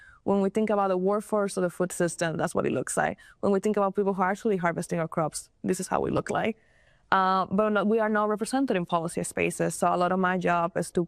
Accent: Dominican Republic; I like to say that my hometown in the Dominican Republic is the Iowa of the Dominican Republic.

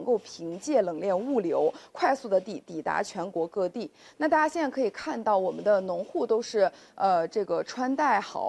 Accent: Hebei, China; 我不是甘肃人啊，我家是河北的。哎，我们河北的杏子都是毛杏，

